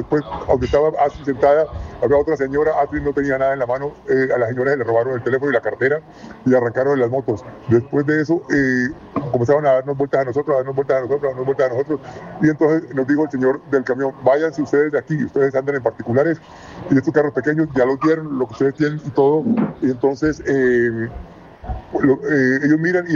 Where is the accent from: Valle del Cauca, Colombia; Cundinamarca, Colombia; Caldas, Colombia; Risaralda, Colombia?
Valle del Cauca, Colombia; Buenaventura; Esto es algo que yo no había visto en mi pueblo y en mi puerto en ningún momento.